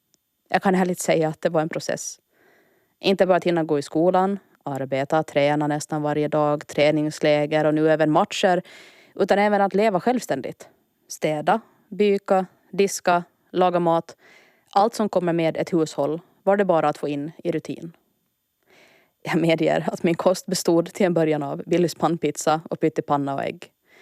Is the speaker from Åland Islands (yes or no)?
yes; Åland Islands